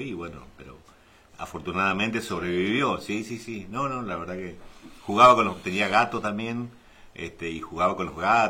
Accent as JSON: {"language": "Spanish", "region": "Chaco", "country": "Argentina", "also_born_or_lived": "Presidencia Roque Sáenz Peña, Argentina"}